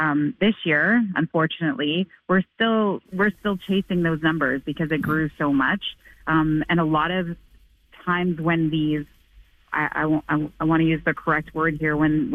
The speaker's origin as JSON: {"language": "English", "country": "Canada", "said": "We just do what we do as resilient Canadian small businesses."}